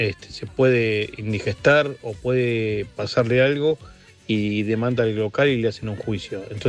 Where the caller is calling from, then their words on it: Barracas, Buenos Aires, Argentina; de Barracas.